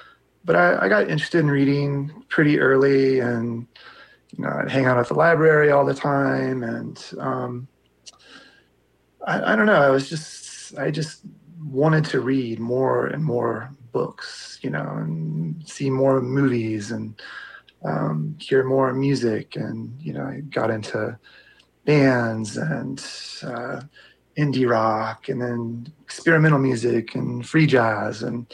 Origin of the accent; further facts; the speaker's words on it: Valley Falls, Kansas, United States; I was born in a town called Valley Falls, Kansas. And my grandparents raised Arabian stallions there.